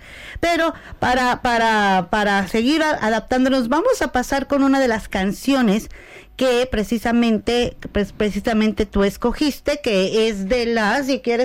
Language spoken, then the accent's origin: Spanish; Mexico; Es un cariño muy bonito el cariño que tenemos como mexicanos.